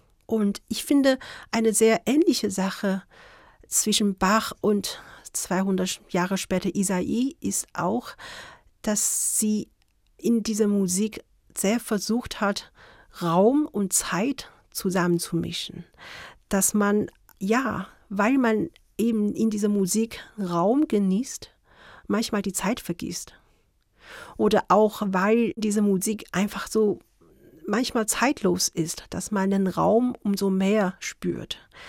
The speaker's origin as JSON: {"language": "German", "region": "Beijing", "country": "China", "tie": "born or raised there", "also_born_or_lived": "Kassel / Karlsruhe", "second_language": "German", "moved": "as an adult", "lives_now": "Munich, Germany"}